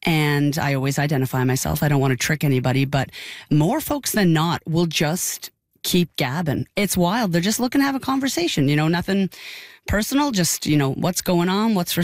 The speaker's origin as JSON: {"language": "English", "town": "Dartmouth", "region": "Nova Scotia", "country": "Canada", "lives_now": "Toronto, Canada", "said": "You know, I've been in Toronto now for, living in Toronto for 12 years, and I'm from Dartmouth, Nova Scotia."}